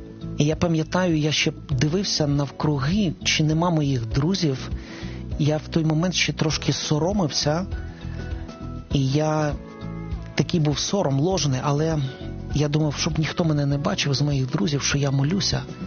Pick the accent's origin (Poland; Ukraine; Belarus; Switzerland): Ukraine; Kyiv; я виріс на Троєщині, в Києві на Троєщині